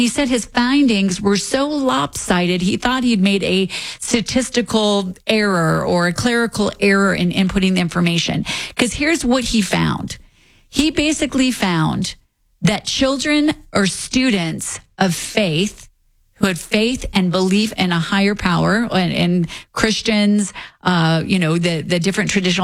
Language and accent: English; United States; as an American, as a mom